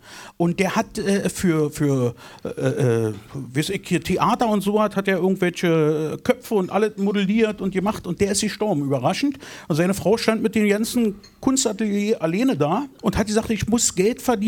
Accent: Berlin, Germany; In Prenzlauer Berg. Mhm. Da bin ich aufgewachsen. Mhm. Und da wohne ich heute noch.

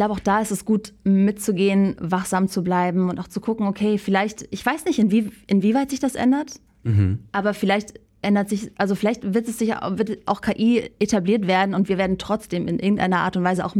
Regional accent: Northern Germany, Germany; Ich komme ja zum Beispiel aus dem Norden. Für mich hat ganz lange das PF nicht existiert.

